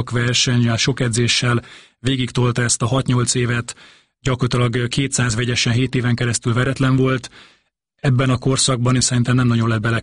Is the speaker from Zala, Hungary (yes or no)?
yes; Zalaegerszeg, Zala, Hungary; ő is zalaegerszegi, mint ahol én származom